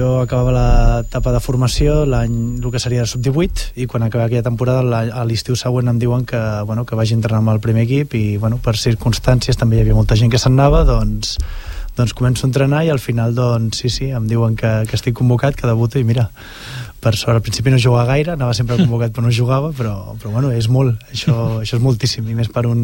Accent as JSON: {"language": "Catalan", "town": "Caldes de Montbui", "region": "Catalonia", "country": "Spain", "said": "El meu pare i nosaltres som de Caldes de Montbui."}